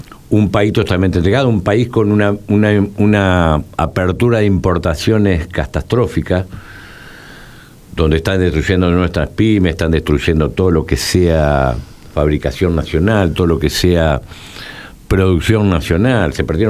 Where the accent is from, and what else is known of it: Argentina